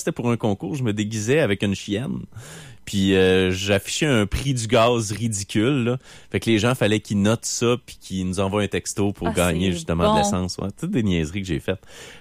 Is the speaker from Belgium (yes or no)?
no; Esprit-Saint, Quebec, Canada; moved away; Moi, je viens d'Esprit Saint.